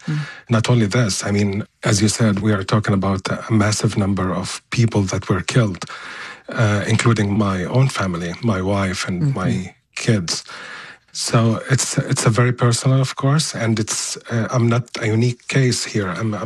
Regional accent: Gaza Strip, Palestine; moved away as an adult; I built a life there. I was born and raised and bred in the Gaza Strip all my life. I left 3 years ago

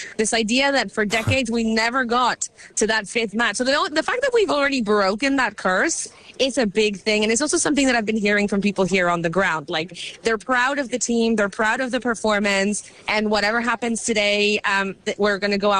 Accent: Mexico; now in Dallas, United States; Well, I'm from Mexico. This feels like I'm in Mexico.

